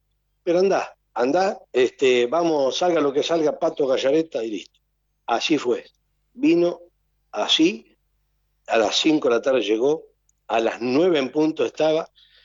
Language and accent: Spanish; Comodoro Rivadavia, Chubut, Argentina; now in Buenos Aires, Argentina; Cuando yo vine de Comodoro a Buenos Aires, me fui a lo de Favaló, venía a Belgrano, ahí estuve con la familia.